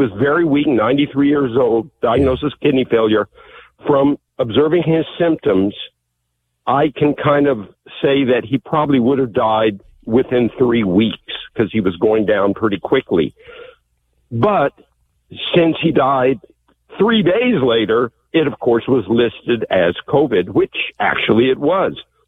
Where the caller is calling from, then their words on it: San Antonio, Texas, United States; San Antonio, Texas, hospice nurse, in-home hospice care.